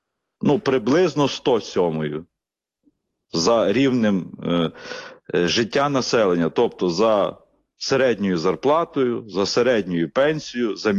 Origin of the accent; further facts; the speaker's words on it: Kolomyia, Ivano-Frankivsk Oblast, Ukraine; в Івано-Франківській області, в моїй рідній Коломиї